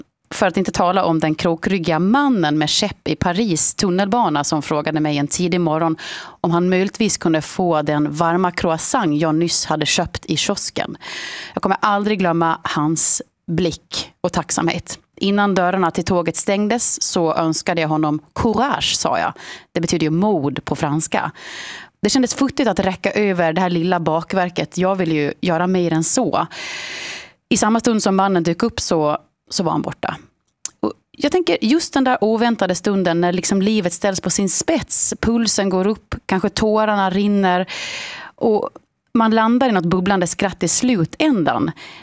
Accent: Sweden; när kvinnan då i butiken förstod att vi var från Sverige

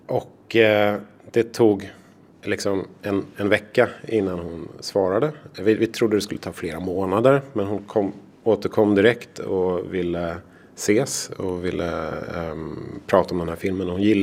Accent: Sweden; moved away as an adult; jag var en kortfilmare från Sverige.

